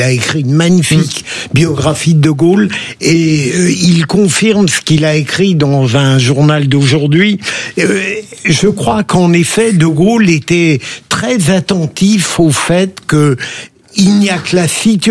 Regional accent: Tunisia; Non, je suis tunisien, d'origine tunisienne.

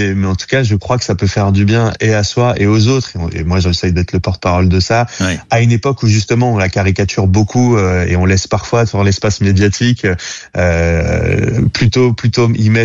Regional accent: Saint-Étienne, Auvergne-Rhône-Alpes, France; je suis originaire de Saint-Étienne.

